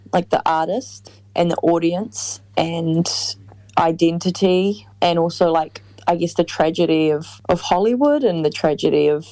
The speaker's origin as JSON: {"language": "English", "country": "New Zealand", "accent": "New Zealand"}